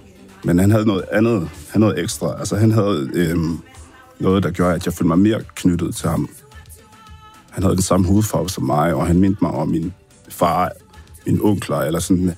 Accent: Zambia; now in Denmark; tilbage i min barndom, da jeg boede i Zambia. Ja, mine forældre er flygtninge fra Kongo til Zambia, og jeg er født i Zambia.

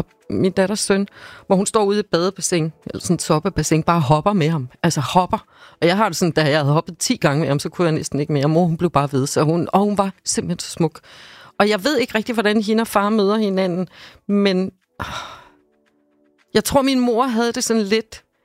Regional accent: Havrebjerg, Zealand, Denmark; also born or lived in Slagelse; Ja, Eren er fra en lille by, der hedder Havrebjerg, lidt uden for Slagelse, 12 kilometer derude fra.

